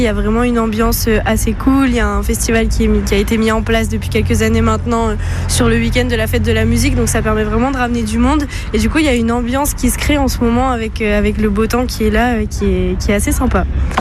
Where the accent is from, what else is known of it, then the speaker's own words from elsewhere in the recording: Dunkirk, Hauts-de-France, France; now in Lille, France; je viens de Dunkerque et je vis à Lille pour mes études.